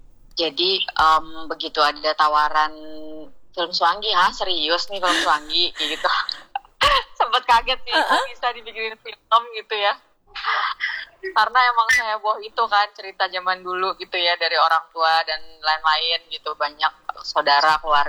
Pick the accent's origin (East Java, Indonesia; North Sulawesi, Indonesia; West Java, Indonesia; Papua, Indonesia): Papua, Indonesia; Ya, kebetulan saya asli dari Papua ya, Mama Ambon, atau dari Saparua, Papa dari Serui.